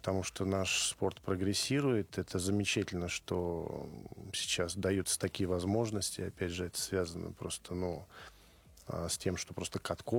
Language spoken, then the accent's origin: Russian; Moscow, Russia; У нас в Гальяново, я рос в Гальяново, был пруд